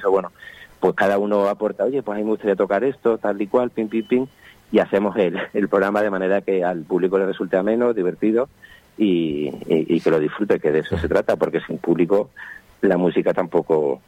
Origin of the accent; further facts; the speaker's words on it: Laredo, Cantabria, Spain; born there; also born or lived in Seville; nací en Sevilla, pero estoy vinculado a Laredo desde pequeñín.